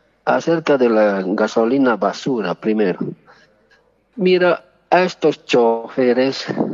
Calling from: La Paz, Bolivia; Me llamo de La Paz.

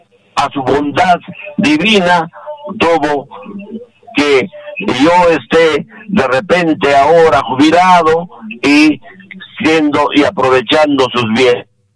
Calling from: Chiquián, Ancash, Peru

